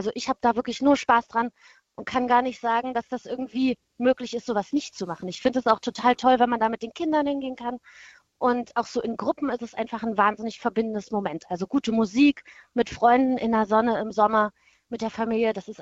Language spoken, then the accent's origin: German; Halle, Saxony-Anhalt, Germany; ich komme aus Halle.